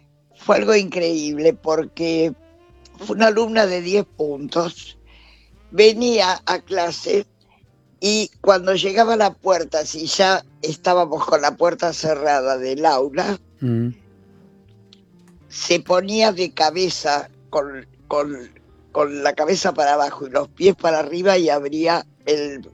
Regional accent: Martínez, Buenos Aires Province, Argentina; De Martínez, de Capital.

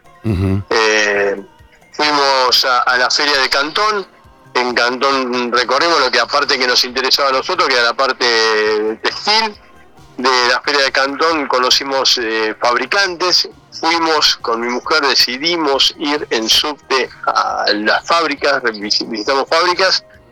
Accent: Argentina; te pregunta de qué país sos, obviamente, y cuando vos decís de Argentina

